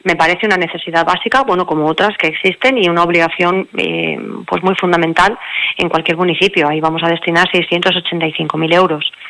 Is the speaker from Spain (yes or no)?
yes; Spain; yo, que soy de San Vicente, no conocía esta realidad?